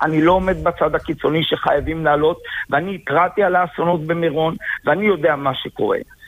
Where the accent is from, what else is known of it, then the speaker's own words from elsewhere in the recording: Tel Aviv, Tel Aviv District, Israel; born there; moved away; אני תל אביבי במקור